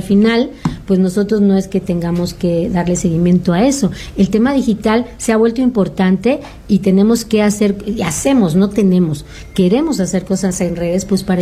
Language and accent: Spanish; Campeche, Mexico; porque aparte yo soy de Campeche, no era de Ciudad de México